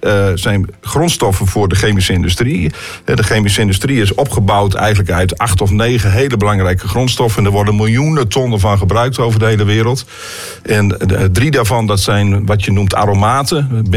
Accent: Groningen, Netherlands; Ik kom zelf uit Buffalo, uit van het Hoge Land.

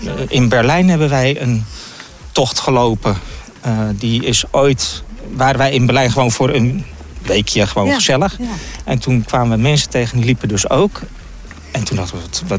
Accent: Haarlem, North Holland, Netherlands; born there; moved away as an adult; now in Groningen, Netherlands; Ik ben een geboren Haarlemmer. En sinds 2015 wel verhuisd naar het Hoge Noorden.

